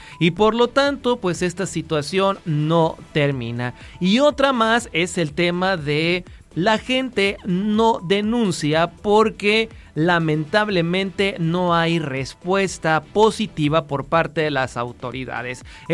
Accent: Mexico; Seguramente que no, porque así somos los mexicanos, no somos de guardar factura

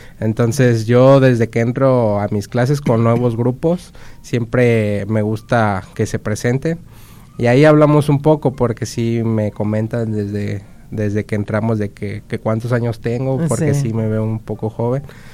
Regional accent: Tuxpan, Nayarit, Mexico; yo soy originario de Tuxpan, Nayarit

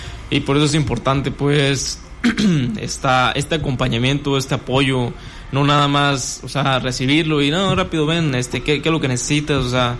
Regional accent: Mexico; son derechos que nosotros tenemos como mexicanos

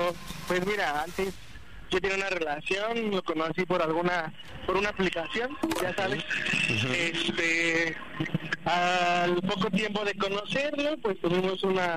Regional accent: Ixtapaluca, State of Mexico, Mexico; Tengo 26 y soy de Iztapaluca, Estado de México.

